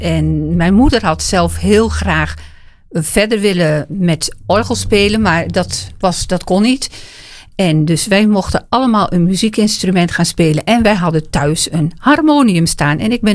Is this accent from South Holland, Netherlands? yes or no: no; Oldebroek, Gelderland, Netherlands; En ik kom uit Oldebroek. Daar ben ik geboren. En ik ben echt van de bakker.